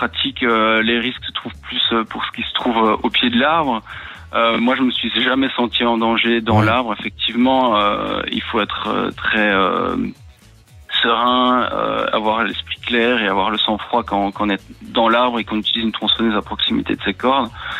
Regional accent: Virton, Wallonia, Belgium; now in Montgodinne, Belgium; Alors, effectivement, j'habite à Montgodine, mais je suis originaire de Virton.

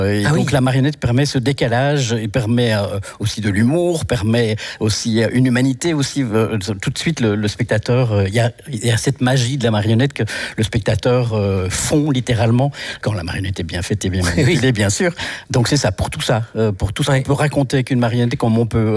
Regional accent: Brussels, Brussels-Capital Region, Belgium; moved away as an adult; now in Genappe, Belgium; Je viens de Bruxelles.

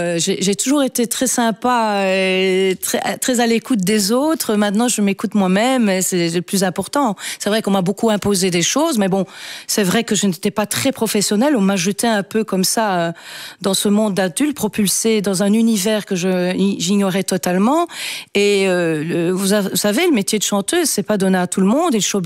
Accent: Liège, Wallonia, Belgium; now in Flanders, Belgium; Je retourne régulièrement voir ma famille à Liège

